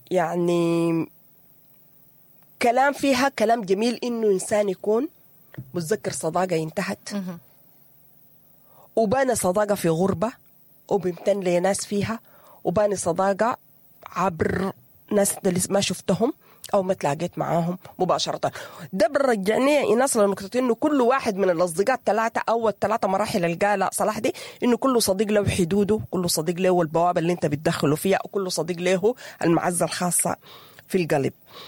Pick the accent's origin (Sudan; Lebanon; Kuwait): Sudan; نحن كمجتمع سوداني إنه نحن بنشرب قهوة